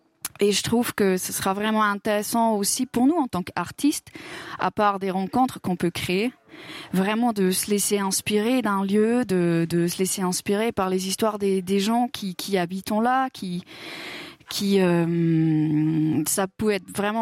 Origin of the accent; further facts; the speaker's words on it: Lucerne, Switzerland; Et par exemple, chez moi à Lucerne, il n'y a pas ça.